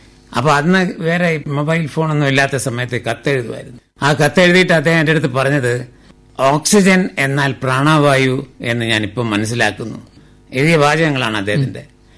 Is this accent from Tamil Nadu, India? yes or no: no; Kerala, India; ഒരു തമിഴ് കുടുംബത്തിൽ ജനിച്ച് ഞാൻ മലയാളിയായി വളർന്നതും.